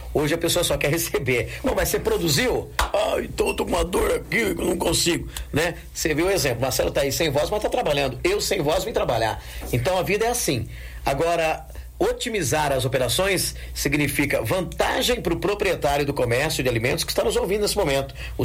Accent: Brazil; Não, eu sou brasileiro

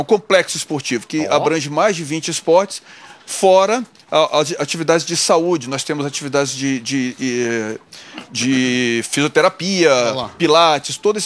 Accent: São Luís, Maranhão, Brazil; moved away as an adult; Não, eu sou de São Luís mesmo. Já morei fora muito tempo.

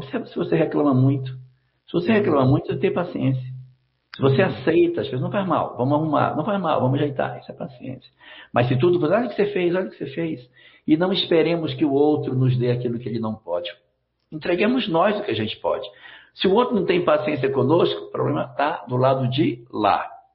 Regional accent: Cacoal, Rondônia, Brazil; Cacoal, cidade linda, cheia de jardins belíssimos.

